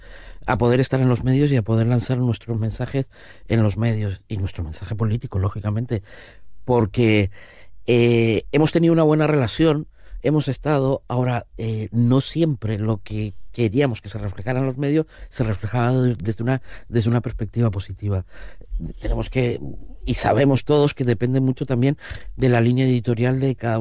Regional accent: Cantabria, Spain; como soy cántabro, puedo decirlo aquí.

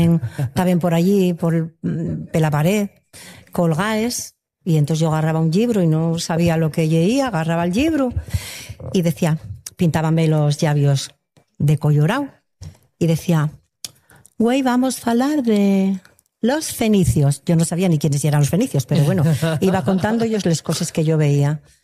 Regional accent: Avilés, Asturias, Spain; Cuando yo nací en Avilés, yo soy de Avilés, nací aquí, fía de gallego y extremeña

